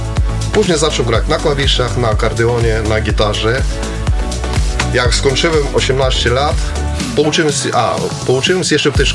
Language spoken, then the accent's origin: Polish; Ukraine; Polish is a second language; moved away as an adult; now in Radom, Poland; Jeszcze jak mieszkałem na Ukrainie, to był rok 2005